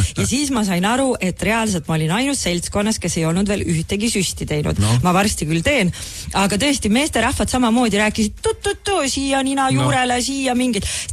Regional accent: Otepää, Valga County, Estonia; now in Tallinn, Estonia; miks ma kogu aeg korrutan seda, ma olen Otepäält pärit, see on sellepärast, et ma olen...

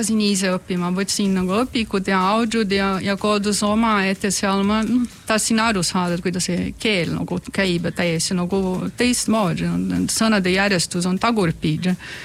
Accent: São Paulo, Brazil; Estonian is a second language; now in Estonia; No mina olen maalt ka, et ma olen São Paulo pärit, aga ma olen sundunud maal, mitte päris São Paulo see suures liines.

